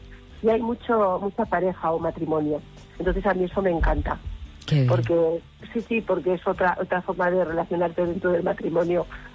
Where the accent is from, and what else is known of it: Conchel, Aragon, Spain